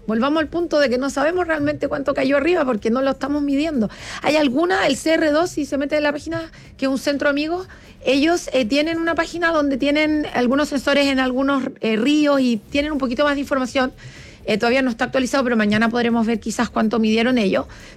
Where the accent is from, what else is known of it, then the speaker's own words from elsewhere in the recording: Cajón del Maipo, Santiago Metropolitan Region, Chile; Claro, pero yo, por ejemplo, crecí en el Cajón del Maipo, que muchas veces ha pasado esto y te avisan, pero es otro tipo de lluvia.